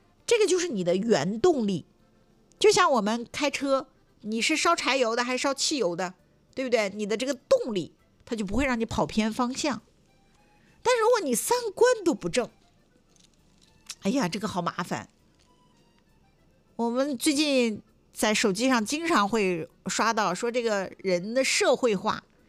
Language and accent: Chinese; Dalian, Liaoning, China; 这就是我们大连人说话